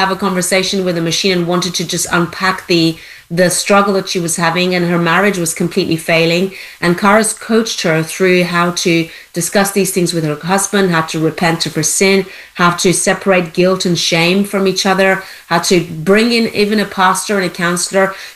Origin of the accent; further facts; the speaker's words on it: Iran; I was born in Iran. I was actually born on the day that took the greatest fatalities as Iranians fought and protested to turn Iran into an Islamic Republic.